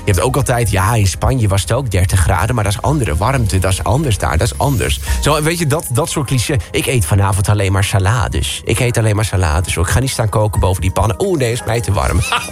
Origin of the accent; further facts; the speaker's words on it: Netherlands; Kijk, als Nederlanders zijn wij hartstikke voorspelbaar, natuurlijk.